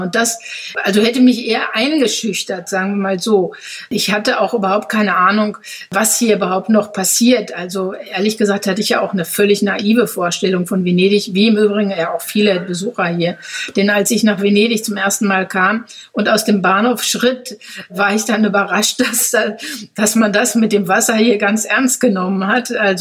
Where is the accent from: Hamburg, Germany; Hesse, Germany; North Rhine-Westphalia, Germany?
North Rhine-Westphalia, Germany; moved away as an adult; now in Venice, Italy; Ich habe selbst in meiner Heimatstadt, also in der ich aufgewachsen bin, im Ruhrgebiet, mit 19 Jahren habe ich die verlassen.